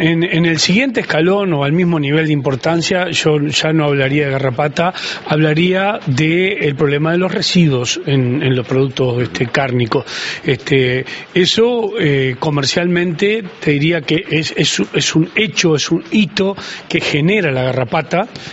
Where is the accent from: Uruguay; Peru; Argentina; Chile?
Uruguay; somos uruguayos, no somos anglosajones